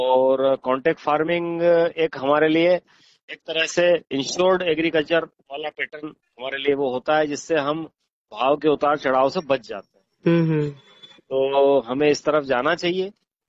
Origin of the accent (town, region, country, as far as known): Madhya Pradesh, India